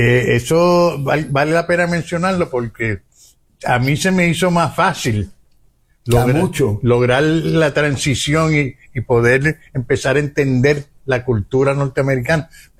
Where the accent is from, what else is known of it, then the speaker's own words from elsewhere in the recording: Puerto Rico; Porque yo me crié en Puerto Rico, fui para allá joven y tengo esta experiencia.